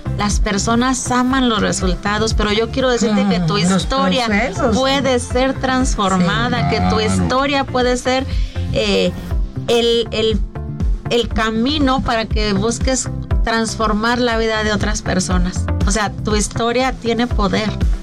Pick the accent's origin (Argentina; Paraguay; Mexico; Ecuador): Mexico; Morelia, Michoacán; Yo vengo de Morelia, Michoacán